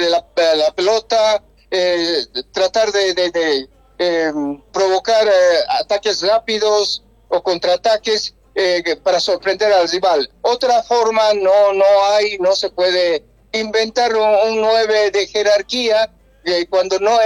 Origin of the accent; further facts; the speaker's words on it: Bolivia; ese sentimiento de pertenencia como boliviano.